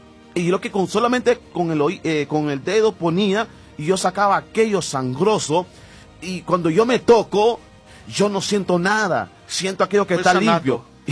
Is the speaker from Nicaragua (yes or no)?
yes; Nicaragua; moved away; y allá en Nicaragua, en mi país